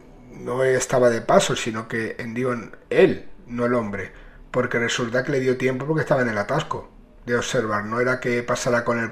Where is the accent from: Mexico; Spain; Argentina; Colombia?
Spain; Catalonia; he quitado 10, que soy catalán, he quitado 10.